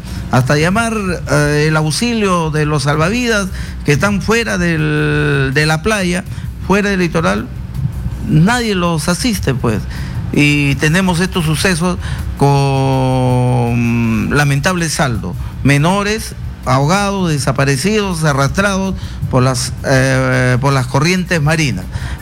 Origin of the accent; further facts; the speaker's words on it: Peru; nuestro litoral peruano